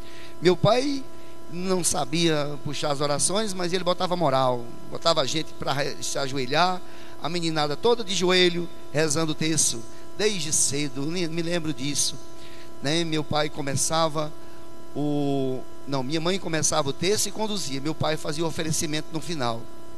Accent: Mirandiba, Pernambuco, Brazil; moved away as an adult; now in Bahia, Brazil; na minha cidade, em Mirandiba, Pernambuco. Pois é, eu sou pernambucano. Estou na Bahia há 30 e tantos anos, né? Já há 34 anos, mas sou pernambucano. E então a gente cresceu assim, nesse ambiente.

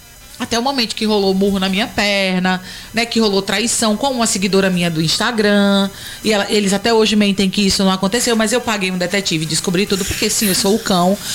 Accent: Northeast Region, Brazil; E eu deixo bem claro que sou artista e sou nordestina.

